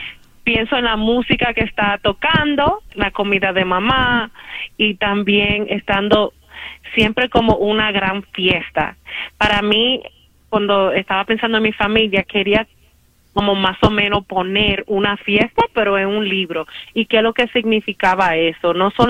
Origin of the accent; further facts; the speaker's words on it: Santiago, Dominican Republic; Sí, me crié en Santiago, en la República Dominicana